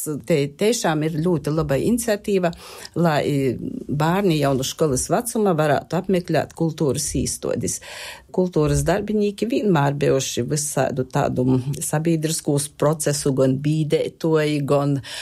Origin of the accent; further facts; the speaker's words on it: Latgale, Latvia; first language Latgalian; Latgola ir mana dzimto puse. Latgaļies runāju savā motis tāva valūdā. Latgaļies arī atsagrīžos pēc studējām strodot.